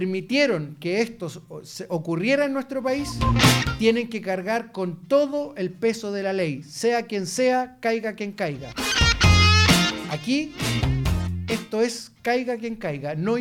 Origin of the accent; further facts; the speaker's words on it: Chile; todos quienes somos chilenos